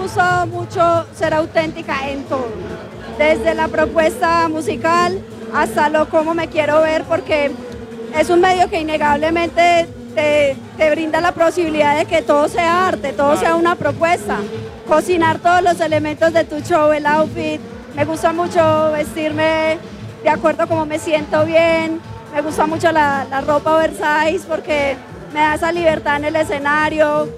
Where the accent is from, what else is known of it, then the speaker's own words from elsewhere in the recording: Colombia; como nací en Colombia, siempre me crié escuchando porros, gaitas y cumbias y salsa.